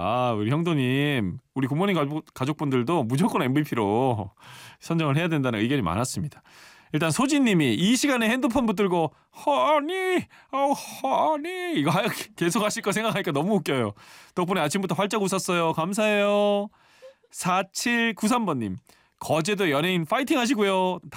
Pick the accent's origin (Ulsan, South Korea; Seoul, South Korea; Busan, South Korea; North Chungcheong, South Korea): Ulsan, South Korea; 제가 이제 울산 출신이잖아요. 저 데뷔할 때만 해도 울산 출신 많이 없었거든요.